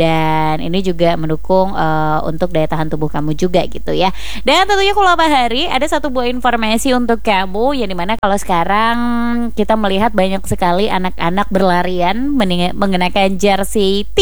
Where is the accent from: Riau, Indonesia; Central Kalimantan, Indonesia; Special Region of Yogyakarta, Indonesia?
Central Kalimantan, Indonesia; Palangkaraya; kita warga Palangkaraya